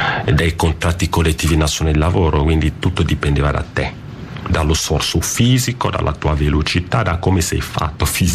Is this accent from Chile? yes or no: no; Cameroon; now in Italy